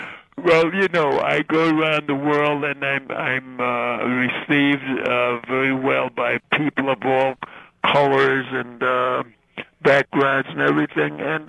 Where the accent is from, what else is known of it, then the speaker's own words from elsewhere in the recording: New York City, New York, United States; I was born in Harlem